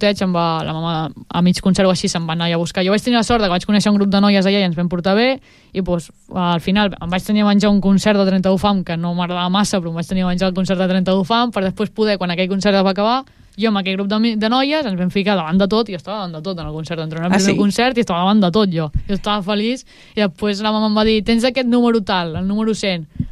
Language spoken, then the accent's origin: Catalan; Breda, Catalonia, Spain; doncs me quedo en el Breda, que coneixo les jugadores, i és el meu poble